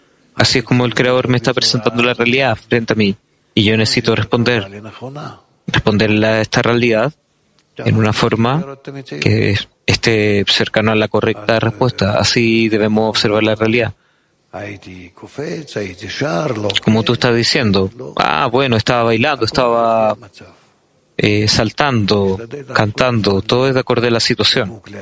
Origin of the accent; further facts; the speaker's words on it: England, United Kingdom; Spanish is a second language; Hablo hebreo, soy de Inglaterra.